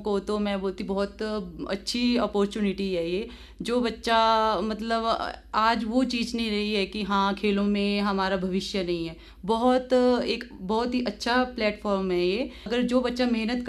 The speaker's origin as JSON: {"language": "Hindi", "area": "Bilaspur", "region": "Himachal Pradesh", "country": "India", "tie": "born or raised there", "moved": "as an adult", "lives_now": "Solan district, India", "said": "मैं बिलासपुर की रहने वाली हूँ और मेरे गांव का नाम है कुमझवाड़।"}